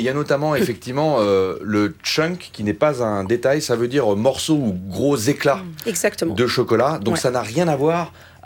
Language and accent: French; Japan; je cherchais à retrouver un cookie de mon enfance au Japon.